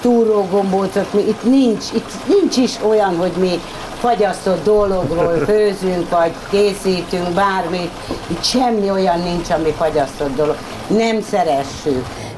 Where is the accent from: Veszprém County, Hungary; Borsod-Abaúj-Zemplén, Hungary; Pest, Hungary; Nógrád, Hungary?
Pest, Hungary; Dunakeszi; also born or lived in Tiszafüred; én már kisgyerek, épp hogy csak ott megszülettem, de itt nőttem föl Dunakeszin az egész család